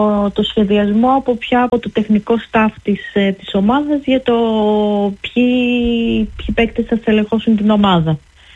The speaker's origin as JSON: {"language": "Greek", "town": "Athens", "region": "Attica", "country": "Greece", "said": "είμαι από την Αθήνα, έτσι."}